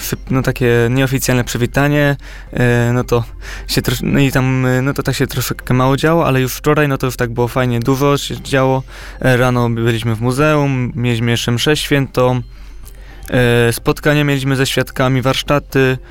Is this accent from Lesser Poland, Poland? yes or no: yes; Lesser Poland, Poland; Ja ogółem jestem z Małopolski, no i u mnie tam jest ten kult księdza Jerzego troszkę słabszy